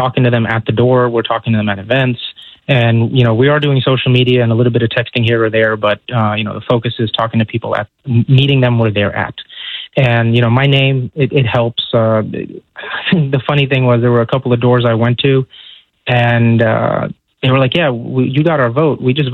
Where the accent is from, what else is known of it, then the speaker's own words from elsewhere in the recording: United States; I grew up in the United States.